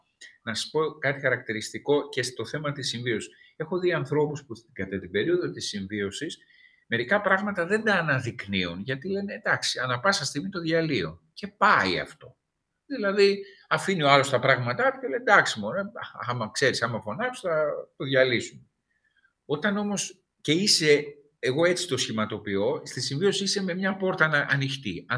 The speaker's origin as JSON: {"language": "Greek", "region": "Crete", "country": "Greece", "said": "Εγώ είμαι από την Κρήτη."}